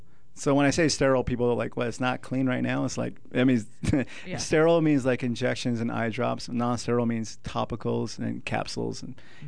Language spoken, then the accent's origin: English; Peoria, Arizona, United States; also born or lived in Hawaii / Phoenix, Arizona; now in Prescott, United States; I originally was born in Peoria, Arizona.